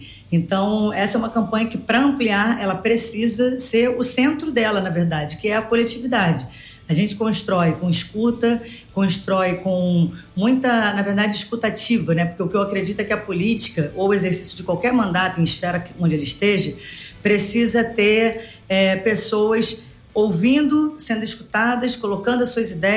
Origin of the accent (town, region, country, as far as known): Maré, Rio de Janeiro, Brazil; born or raised there